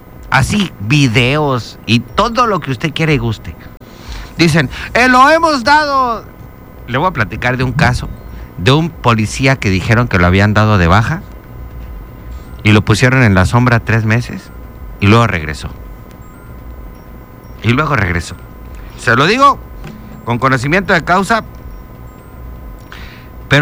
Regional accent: Chihuahua, Mexico; moved away; Yo soy de Chihuahua, originario de Chihuahua

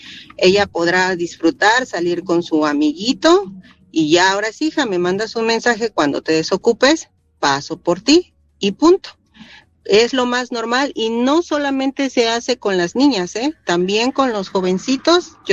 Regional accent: Veracruz, Mexico; somos el estado de Veracruz

